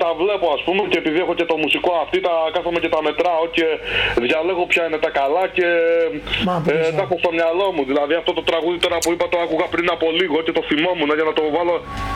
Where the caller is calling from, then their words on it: Kalamaria, Central Macedonia, Greece; από Καλαμαριά.